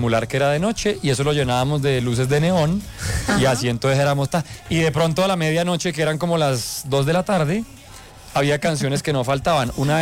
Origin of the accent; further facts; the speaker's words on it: Belgium; Él, yo que crecí en Bélgica, Cris, usted sabe.